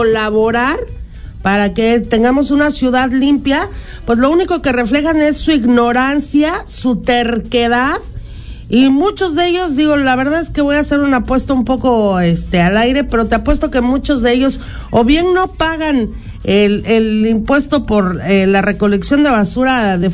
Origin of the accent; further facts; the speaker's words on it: Mexico; also born or lived in Lindavista, Mexico City, Mexico; lo cochinotes que somos los mexicanos